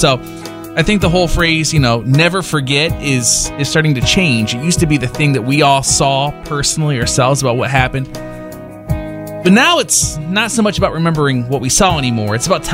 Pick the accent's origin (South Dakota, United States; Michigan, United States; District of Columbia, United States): South Dakota, United States; So I was raised in South Dakota, but my family is originally from New Jersey.